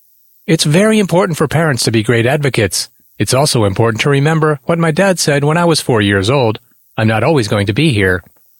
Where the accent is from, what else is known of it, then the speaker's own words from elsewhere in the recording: Belleville, New Jersey, United States; born there; I started school in September, before I turned 5. I remember in August of 1974, my dad took me to meet the principal at Public School 10 in Belleville, New Jersey.